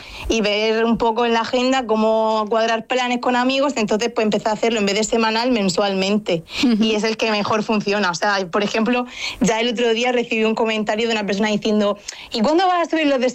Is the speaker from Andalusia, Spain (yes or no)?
no; Region of Murcia, Spain; also born or lived in Madrid; estuve un tiempo viviendo en Madrid y uh-huh. cuando coincidía con más murcianos